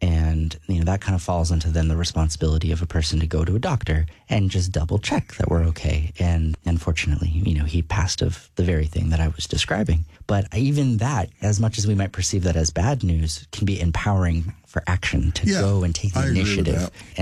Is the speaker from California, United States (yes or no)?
yes; Hanford, California, United States; Hanford, California.